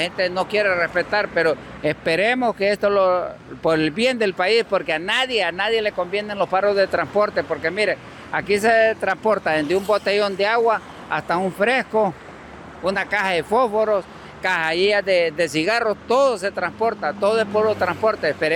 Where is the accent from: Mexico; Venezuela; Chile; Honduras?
Honduras; Somos nosotros los hondureños